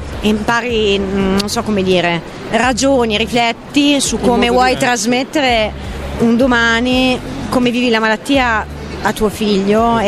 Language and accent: Italian; Emilia-Romagna, Italy; E io sono emiliana, okay.